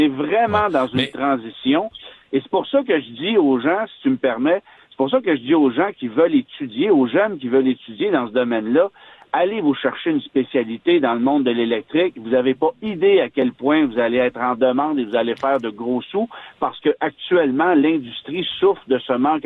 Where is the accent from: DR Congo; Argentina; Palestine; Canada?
Canada; Quebec; chez nous, au Québec